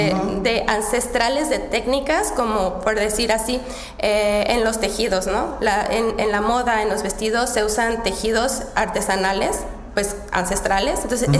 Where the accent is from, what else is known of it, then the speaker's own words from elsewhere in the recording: Mexico; también en especial cuando saben que soy mexicana